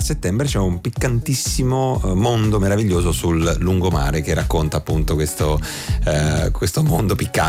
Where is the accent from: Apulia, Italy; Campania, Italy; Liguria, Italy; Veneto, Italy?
Apulia, Italy; moved away as an adult; now in Rome, Italy; la mia adolescenza, quindi la mia terra, la Puglia